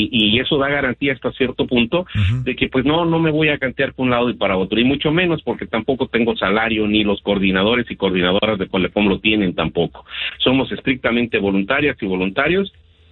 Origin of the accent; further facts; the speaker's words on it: Mexico; ni siquiera nos sientan en la mesa como comunidad mexicana migrante para que escuchen nuestra posición. Sí, entonces es un extrañamiento para directo a nuestra presidenta y a nuestros legisladores.